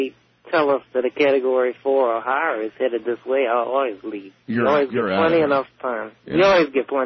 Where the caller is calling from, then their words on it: New Orleans, Louisiana, United States; from the Big Easy.